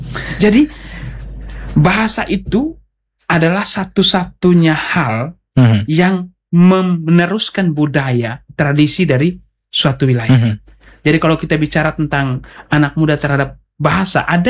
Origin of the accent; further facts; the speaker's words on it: East Nusa Tenggara, Indonesia; Kalau misalnya kita orang Dawan kemudian orang Timur itu biasanya apa ya, bahasanya pelan, santun